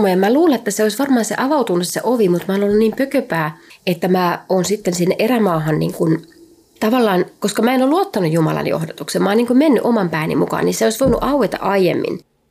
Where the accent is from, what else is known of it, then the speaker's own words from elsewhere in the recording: Outokumpu, North Karelia, Finland; Miehän olen Karjalasta kotoisin. Mm-hmm. Outokummussa synnyin perheen ainoaksi lapseksi